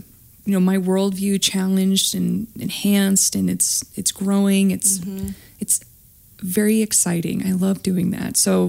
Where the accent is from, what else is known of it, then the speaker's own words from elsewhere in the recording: Mead, Washington, United States; now in Cheney, United States; I grew up in Mead, but I mean, I've lived everywhere, though, in Spokane County. So the Valley, Browns Addition, South Hill, Cheney, yeah, where I currently reside.